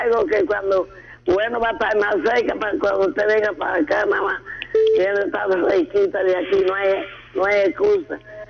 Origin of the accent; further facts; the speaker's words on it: Santiago, Dominican Republic; yo soy de Posiquito del Limón, y yo para venir a misa aquí a Navarrete los domingos por la mañana, cogía burro emprestado.